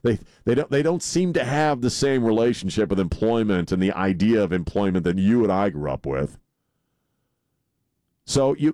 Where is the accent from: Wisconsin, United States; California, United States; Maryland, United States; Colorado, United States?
Maryland, United States; I grew up in Maryland, which is one of the most liberal states in the country, and it certainly was then, too.